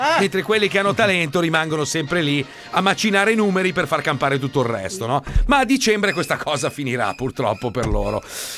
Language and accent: Italian; Montevecchia, Lombardy, Italy; born there; also born or lived in United States; Quando mi sono trasferito dall'America all'Italia da piccolo, mi ero comprato la moto a tre ruote, no? E abitavo a Montevecchia.